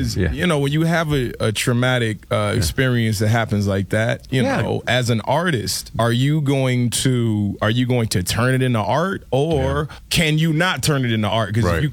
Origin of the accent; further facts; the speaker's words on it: the South, United States; I say, I'm from the South. I say, yes, ma'am, no, sir, all of that stuff.